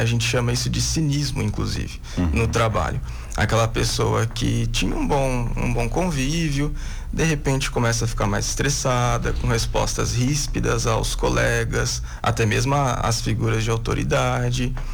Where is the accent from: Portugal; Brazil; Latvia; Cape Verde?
Brazil; São Paulo; now in Lages, Brazil; sou do interior de São Paulo.